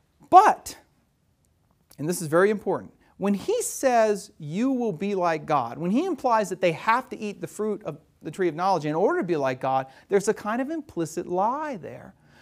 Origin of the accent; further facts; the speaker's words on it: Louisiana, United States; I grew up in South Louisiana, and lots of people have fig trees in their backyard.